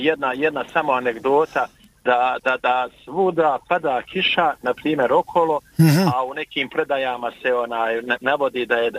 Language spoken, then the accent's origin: Bosnian; Butmir, Federation of Bosnia and Herzegovina, Bosnia & Herzegovina; ja sam odavde iz Butmira, vaš stan.